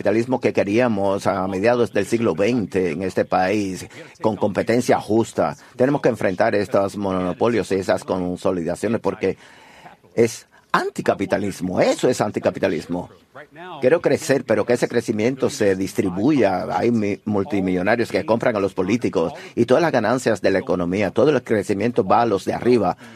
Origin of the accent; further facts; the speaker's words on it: Texas, United States; Yo soy tejano, siempre tengo familia que trabaja en el sector de gas y petróleo y fui a escuelas públicas financiadas por ese sector.